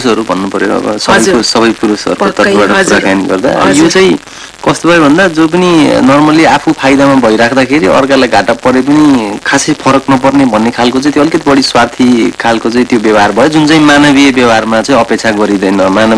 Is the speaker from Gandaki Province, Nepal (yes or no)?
no; Lumbini Province, Nepal; म चाहिँ नितान्त एकदमै गाउँमा कपिल वस्तुको पनि एकदम बोर्डर छेउको गाउँमा बस्ने भएको भएर मेरो घर नै त्यहीँ भएको भएर